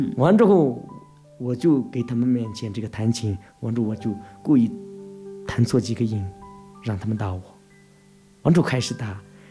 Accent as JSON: {"language": "Chinese", "area": "Shigatse", "region": "Tibet", "country": "China", "said": "我是来自热格泽的"}